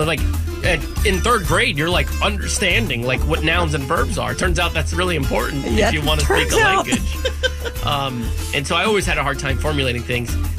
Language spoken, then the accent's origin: English; Fairfax, Virginia, United States; born there; I was born in Fairfax, Virginia, but I'm still from Puerto Rico. Okay, maybe I'm not from Puerto Rico, but I'm definitely Puerto Rican.